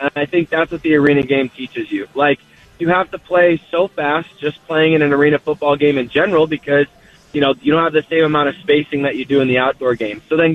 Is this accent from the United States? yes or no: yes; Michigan, United States; born or raised there